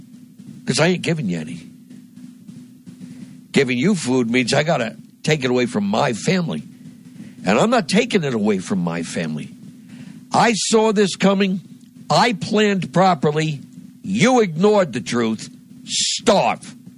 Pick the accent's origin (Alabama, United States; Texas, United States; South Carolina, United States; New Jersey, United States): New Jersey, United States; here in my home state of New Jersey